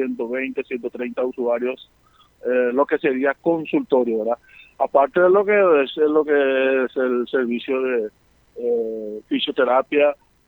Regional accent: Paraguay; como paraguayo, como católico también

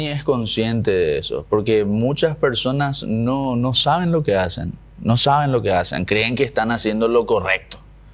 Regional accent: Paraguay; nosotros como paraguayos estamos a favor de la cooperación entre los estados

